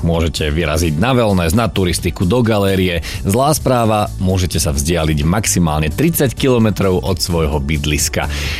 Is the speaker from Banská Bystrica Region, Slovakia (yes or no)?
yes; Banská Bystrica, Banská Bystrica Region, Slovakia; ako Banskobystričania máme pri tomto zadaní veľmi veľa možností